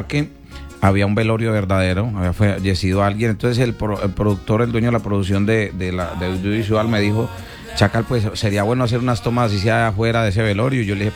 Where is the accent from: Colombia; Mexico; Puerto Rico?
Colombia; Tello, Huila; es mi pueblo y es mi gente y yo lo quiero hacer allá.